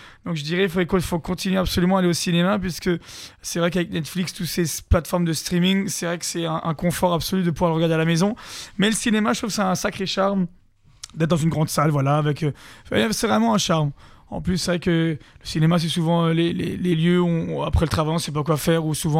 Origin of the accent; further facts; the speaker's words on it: Ettendorf, Grand Est, France; je vais dire Ettendorf, parce que c'est mon village natal